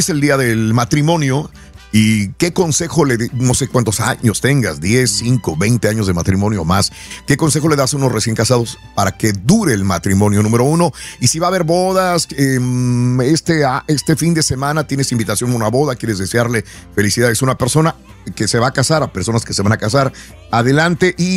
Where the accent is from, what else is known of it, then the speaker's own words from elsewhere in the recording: Cali, Valle del Cauca, Colombia; Soy de Cali, amigos.